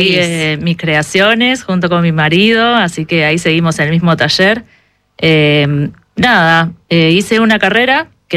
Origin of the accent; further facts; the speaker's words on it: Argentina; ahí me di cuenta que mi identidad estaba ligada con las raíces, con comunicar quiénes somos nosotros como argentinos.